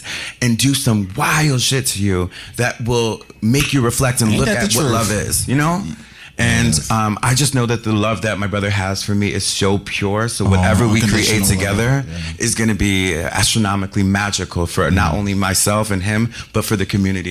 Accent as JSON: {"language": "English", "town": "Rochester", "region": "New York", "country": "United States", "lives_now": "Brooklyn, United States", "said": "I'm from Rochester, right? I'm from upstate New York. I know, gag the girls."}